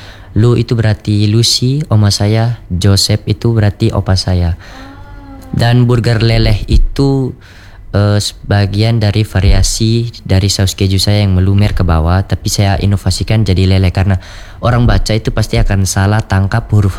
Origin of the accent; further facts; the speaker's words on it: Bali, Indonesia; now in Kupang, Indonesia; Oh, asalnya saya mama Jawa, papa Manggarai, tapi saya besar di Bali.